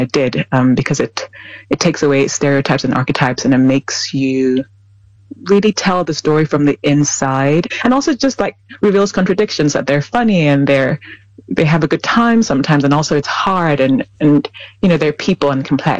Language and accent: English; Lagos, Nigeria; I grew up in Lagos, and it's a city of 20 million people. I think the last statistic was that about 75% of the population is under 25. So it's young and youthful, and there's such a vibrance to the city.